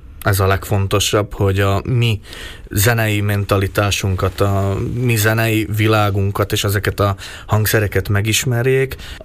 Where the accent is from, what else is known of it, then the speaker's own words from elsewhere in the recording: Šamorín, Trnava Region, Slovakia; now in Portugal; hogy én 6 éve játszottam utoljára a saját szülővárosomba. 6 év távlatába hamarabb hívtak el Portugáliába, mint Somorjára.